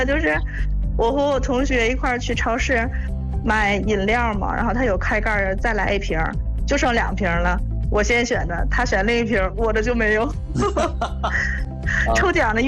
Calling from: Tangshan, Hebei, China; 啊，对，我是唐山的，

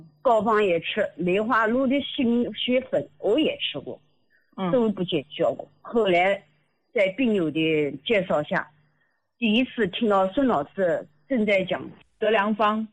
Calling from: Nanjing, Jiangsu, China; 我是南京的听众。我想跟老师分享一下我和老伴的情况。

